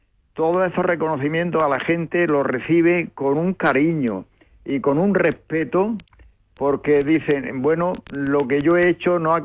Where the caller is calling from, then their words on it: Spain; Somos españoles.